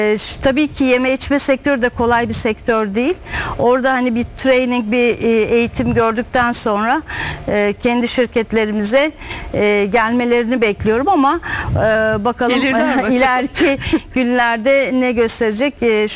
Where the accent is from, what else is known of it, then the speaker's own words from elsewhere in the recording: Uşak, Turkey; ki Anadolu'dan gelen, biz Uşaklıyız.